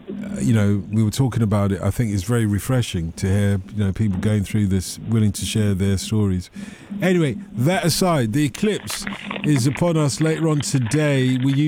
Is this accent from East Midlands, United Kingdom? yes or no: no; Lordship Lane, London, United Kingdom; I am from Lordship Lane. So, 505, that is where I live, mate. Lordship Lane.